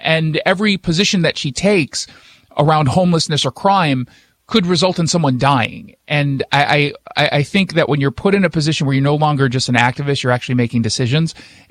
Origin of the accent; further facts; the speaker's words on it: Los Angeles, California, United States; moved away as an adult; also born or lived in New York; now in Seattle, United States; So I've been here 17 years or so. So I was born in New York, but I grew up in Los Angeles. I ended up coming out here about 16, 17 years ago.